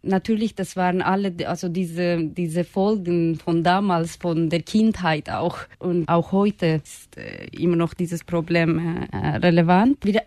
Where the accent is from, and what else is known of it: Kurdistan, Turkey; born there; first language Kurdish; German is a second language; moved away